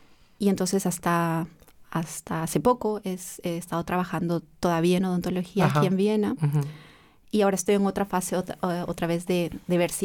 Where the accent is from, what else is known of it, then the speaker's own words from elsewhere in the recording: Peru; moved away; El volver a mi tierra y a mis raíces